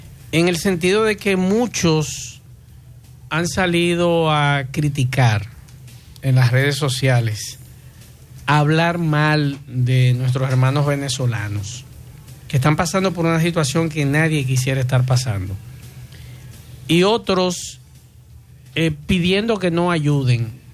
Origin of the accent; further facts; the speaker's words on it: Dominican Republic; nosotros hemos dado a demostrar como dominicanos, y eso me hace sentir orgulloso